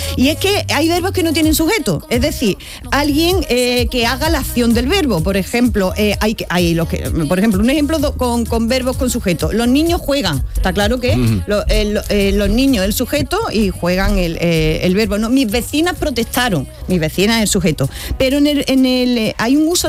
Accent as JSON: {"language": "Spanish", "region": "Andalusia", "country": "Spain", "tie": "born or raised there", "said": "Anda, Iznájar está cerca de mi pueblo y eso no lo..."}